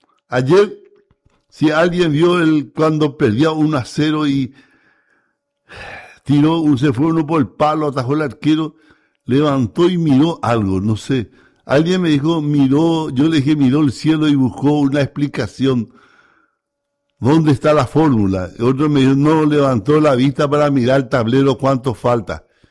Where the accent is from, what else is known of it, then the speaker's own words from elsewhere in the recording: Paraguay; hoy todos los paraguayos estamos contentos